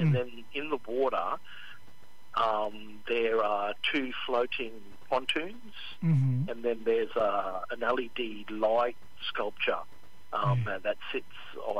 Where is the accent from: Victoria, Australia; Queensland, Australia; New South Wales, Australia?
Queensland, Australia; Well, I grew up on First Island, family from Moa Island, up in Torres Straits